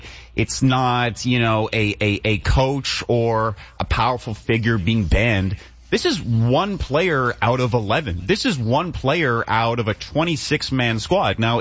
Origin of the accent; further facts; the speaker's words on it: Canada; as a Canadian and a Canadian soccer fan.